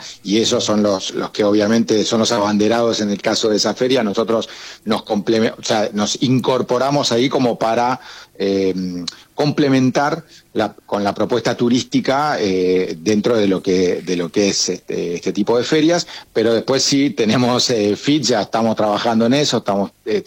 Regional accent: Argentina

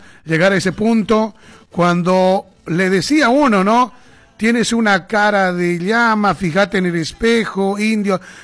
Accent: Bolivia; Todos somos bolivianos

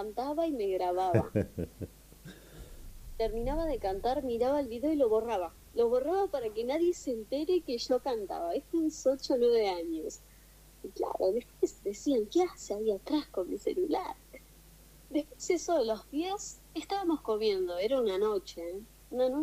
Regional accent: José C. Paz, Buenos Aires Province, Argentina; yo soy de Buenos Aires, la localidad de José C. Paz.

